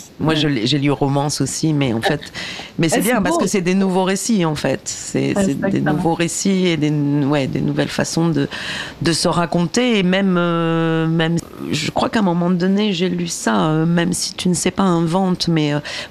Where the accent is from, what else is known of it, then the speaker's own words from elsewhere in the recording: France; parce que ici, chez nous, en France